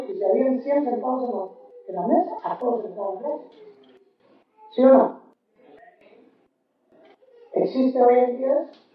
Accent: Guatemala; moved away; en mi país, Guatemala

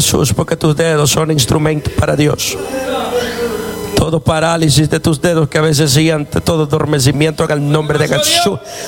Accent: Guatemala; moved away; Nadie nos dice a nosotros que vamos a regresar vivitos a Guatemala.

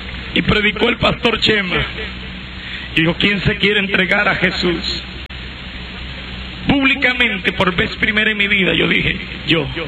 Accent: Guatemala; born there; Fui a mi pueblo a ver a mi padre.

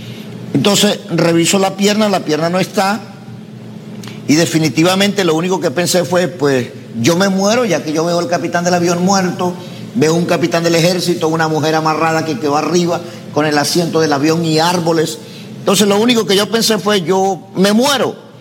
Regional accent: Puerto Ayacucho, Amazonas, Venezuela; also born or lived in Bogotá, Colombia; Aunque yo no vivo en Caracas, tengo un apartamento en Caracas, vivo en Puerto Ayacucho, en el estado de Amazonas, en Venezuela. Ya que allí pues nací, me crié, soy ingeniero en electrónica, fui a estudiar la carrera de ingeniero en Bogotá, en Colombia. Cuando tenía 20 años

